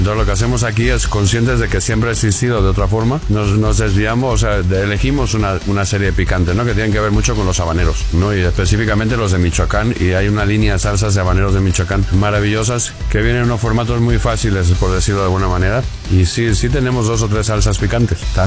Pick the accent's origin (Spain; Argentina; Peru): Spain; Canary Islands; porque eso es lo que somos los canarios, ¿no? Somos la migración en pura y dura y el mestizaje puro y duro